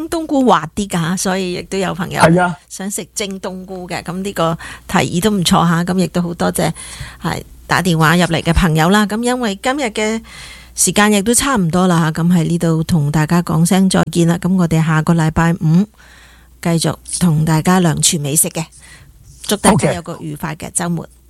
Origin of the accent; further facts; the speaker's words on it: Guangdong, China; 我们广东人 就比较轻一点，特别是香港、啊、澳门那些朋友可能都会就沙葛用来炒瘦肉啊